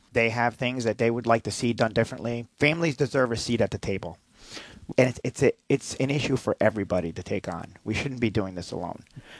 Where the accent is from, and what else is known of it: Rotterdam, New York, United States; born or raised there